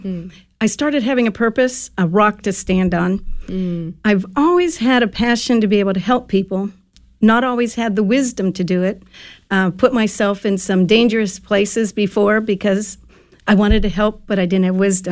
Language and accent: English; Hawaii, United States; moved away as an adult; also born or lived in Connecticut; in college, I moved from Hawaii to Connecticut